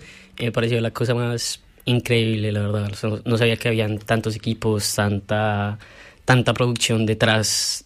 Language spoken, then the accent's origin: Spanish; Colombia; now in Argentina; Soy de Colombia, sí.